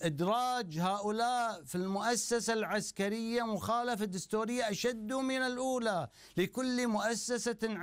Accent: Kuwait; أنا كويتي

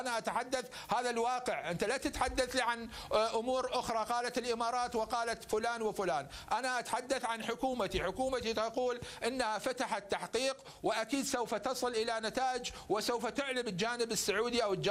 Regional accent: Iraq; انا كرجل قانون بالعراق، انا عراقي،

